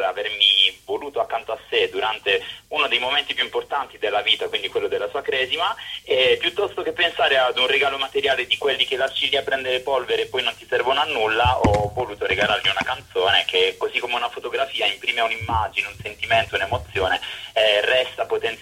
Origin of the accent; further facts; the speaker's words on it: Cassano delle Murge, Apulia, Italy; Io sono a Cassano delle Murge, in provincia